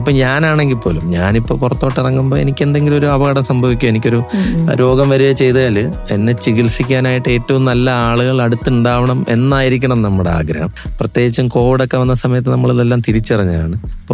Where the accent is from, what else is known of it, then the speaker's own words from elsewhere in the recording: Thiruvananthapuram, Kerala, India; ഞാനൊരു തിരുവനന്തപുരത്തുകാരനാണ്.